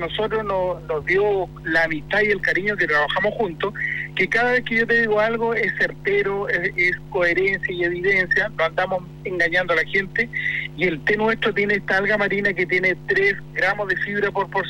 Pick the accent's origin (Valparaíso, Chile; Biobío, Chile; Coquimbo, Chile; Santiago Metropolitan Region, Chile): Biobío, Chile; Concepción; yo soy de Concepción